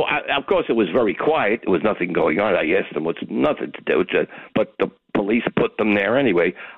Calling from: New York City, New York, United States; I live in Forest Hills.

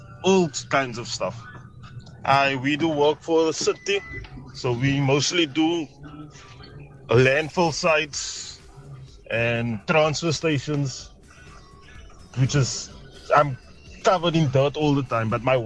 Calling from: Cape Town, Western Cape, South Africa; here from Cape Town

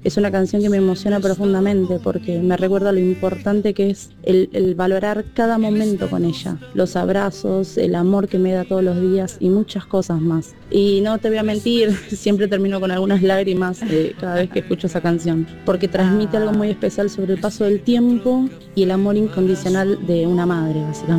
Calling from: Lomas del Mirador, Buenos Aires Province, Argentina; de Lomas de Mirador

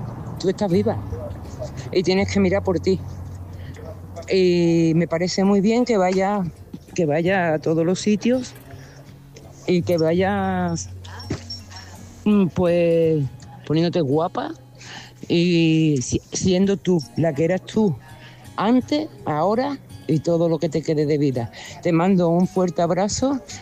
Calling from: Seville, Andalusia, Spain; de Sevilla, corresponsal.

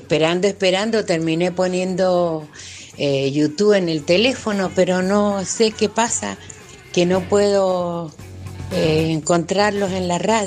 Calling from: Maipú, Mendoza, Argentina

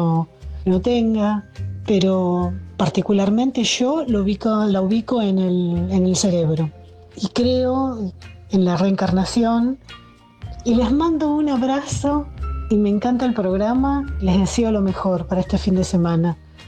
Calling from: Buenos Aires, Argentina; de Capital

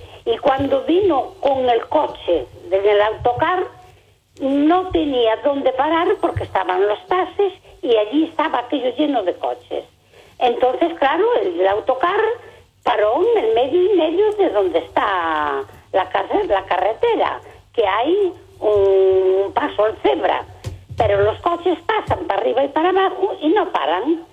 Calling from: Barbadás, Galicia, Spain; soy una señora de Barbadanes que tiene dos familias viviendo ahí en Barbadanes.

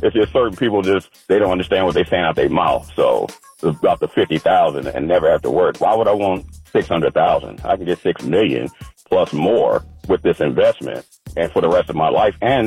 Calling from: Atlanta, Georgia, United States; I'm calling from Atlanta.

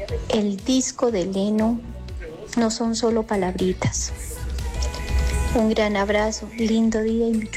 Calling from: Pasto, Nariño, Colombia; un saludo especial desde San Juan de Pasto

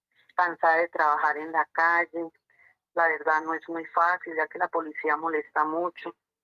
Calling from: Bogotá, Colombia; Profesor, lo estoy llamando aquí de Bogotá, del barrio Chuniza.

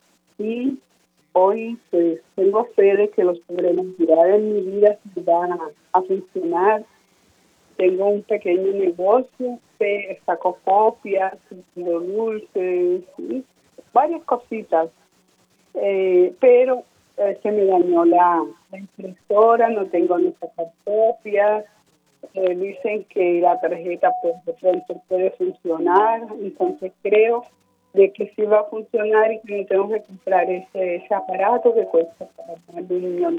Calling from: Chinú, Córdoba, Colombia; Vivo en Chinú, Córdoba.

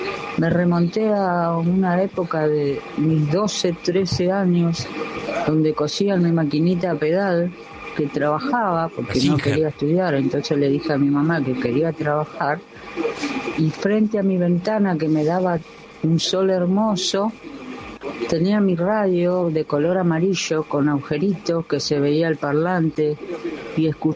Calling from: Bernal, Buenos Aires Province, Argentina; de Bernal.

